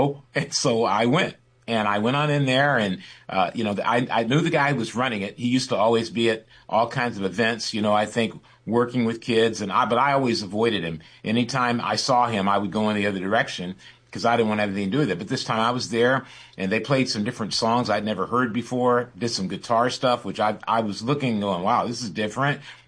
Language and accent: English; Michigan, United States; also born or lived in Kansas; I believe I was born in Kansas, but I was raised in Michigan.